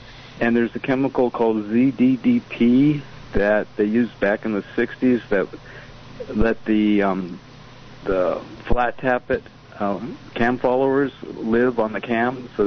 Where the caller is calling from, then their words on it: San Juan Bautista, California, United States; Hi, Tim and Michelle. … from San Juan Bautista.